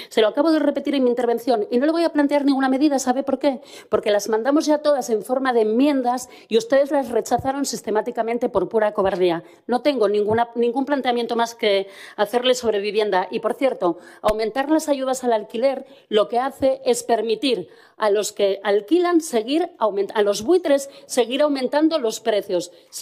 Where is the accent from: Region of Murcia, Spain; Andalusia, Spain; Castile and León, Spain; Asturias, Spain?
Asturias, Spain; Luarca; mientras en Luarca, mientras en mi pueblo, hay una reunión de expertas escribiendo un documento